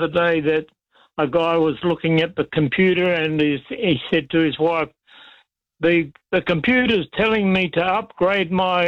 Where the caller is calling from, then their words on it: Palmerston North, Manawatū-Whanganui, New Zealand; from Palmerston North.